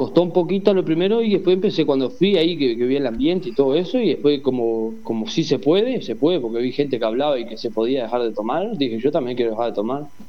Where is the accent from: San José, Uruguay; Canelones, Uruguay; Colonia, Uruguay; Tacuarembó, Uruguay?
San José, Uruguay; yo soy de San José, estoy trabajando para estos lados, viste, para acá, para este lado de tres esquinas.